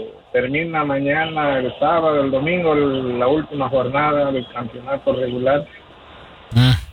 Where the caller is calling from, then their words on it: Long Beach, California, United States; de Long Beach.